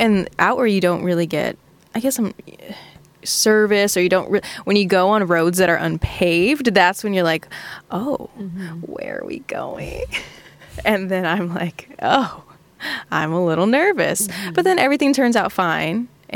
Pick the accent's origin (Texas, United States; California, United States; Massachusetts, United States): California, United States; San Diego; moved away; I'm from San Diego.